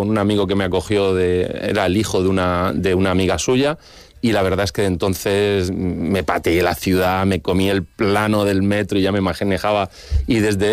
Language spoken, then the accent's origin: Spanish; Cartagena, Region of Murcia, Spain; Cartagena no es una ciudad tan monumental como esas otras que he nombrado, evidentemente ni lo somos ni lo seremos